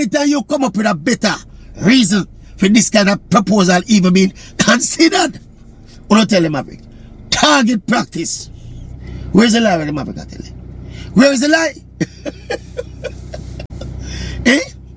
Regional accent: Jamaica; See, this is Jamaica, you know, where Hurricane Melissa just popped down

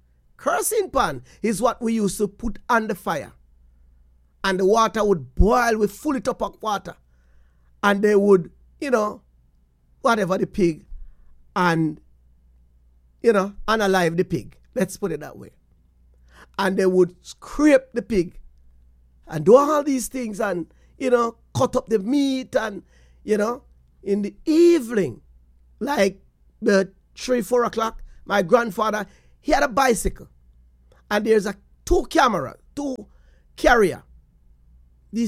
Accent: Portland Cottage, Clarendon, Jamaica; So, we grew up in Portland Cottage.

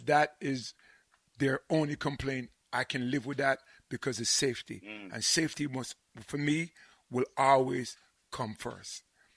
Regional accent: Frankfield, Clarendon, Jamaica; Me and you come from Frankfield, you know.

